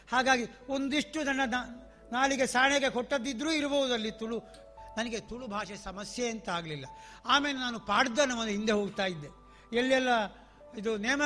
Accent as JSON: {"language": "Kannada", "region": "Karnataka", "country": "India", "tie": "born there", "said": "ಒಂದೆಡೆಯಲ್ಲಿ ತುಳುನಾಡು ತಾಯಿ ಇದ್ಲು, ಇನ್ನೊಂದರಲ್ಲಿ ಕನ್ನಡ ತಾಯಿ ಇದ್ಲು. ಹಾಗಾಗಿ ಕನ್ನಡ ತಾಯಿಯ ತುಳುದೇವಿಯ ಎರಡು ಮಕ್ಕಳ ಆರೈಕೆಯಲ್ಲಿ ನಾನು ಬೆಳೆದಿದ್ದೇನೆ."}